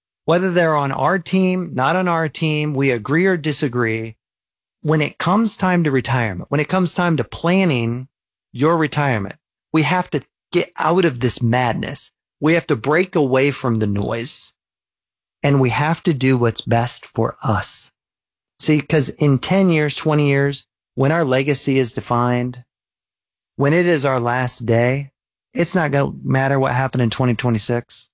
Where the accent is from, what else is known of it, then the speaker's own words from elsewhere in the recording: Midwest, United States; Like, I grew up in the Midwest.